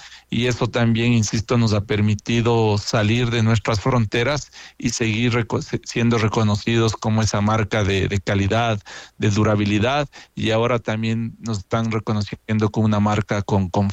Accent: Ecuador; Y realmente como ecuatorianos, como decía al inicio, creo que cuando nos unimos podemos también traspasar nuestras fronteras.

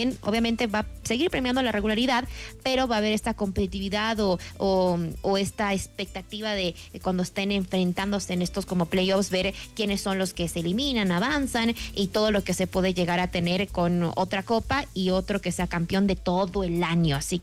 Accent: Ecuador

